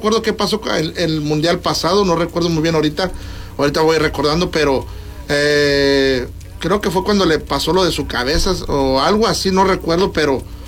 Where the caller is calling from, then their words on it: Apodaca, Nuevo León, Mexico; Somos de Monterrey, de ahí de Apodaca, Nuevo León. Ahí donde anteriormente estaba el rodeo de medianoche